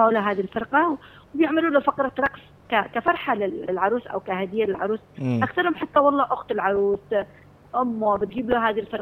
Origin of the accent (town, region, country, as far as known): Yemen